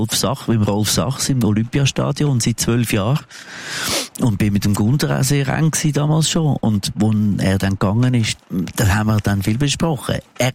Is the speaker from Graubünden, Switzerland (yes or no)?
no; Zurich, Switzerland; also born or lived in Glarus; Meine Wurzeln sind, man hört es an meiner Schnur an, in der Stadt Zürich. Ursprünglich bin ich Glarner, aber ich bin sehr, sehr lang da.